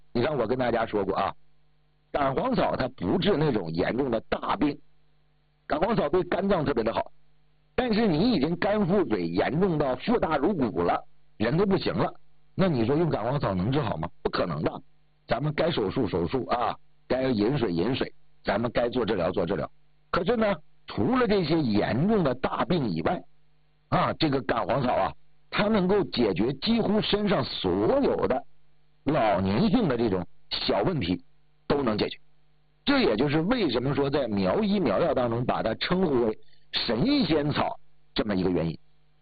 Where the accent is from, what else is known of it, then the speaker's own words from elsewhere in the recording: Northeast China, China; 那我记得小的时候在东北